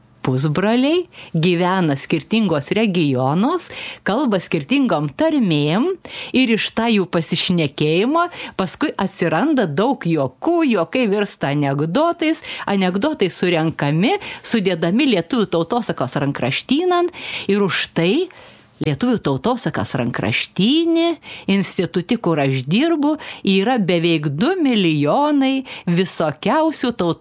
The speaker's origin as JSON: {"language": "Lithuanian", "region": "Aukštaitija", "country": "Lithuania", "accent": "Aukštaitian Utena dialect", "said": "Aš aukštaitė, taigi daugiausia apie savo kraštų ir žinau."}